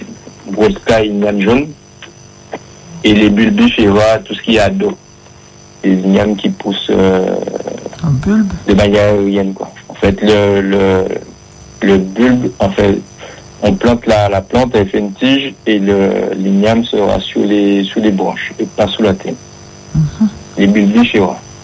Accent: Les Abymes, Guadeloupe; moi, en fait, je suis originaire des Grands Fonds des Abîmes.

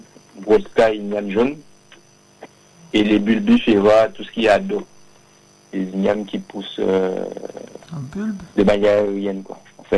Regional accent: Les Abymes, Guadeloupe, France; je suis originaire des Grands Fonds, Gonfron des Abîmes.

